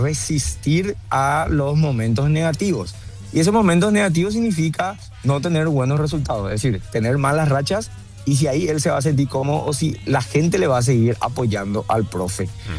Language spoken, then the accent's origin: Spanish; Paraguay; nosotros como paraguayos estamos acostumbrados luego a pasar de ronda en los mundiales.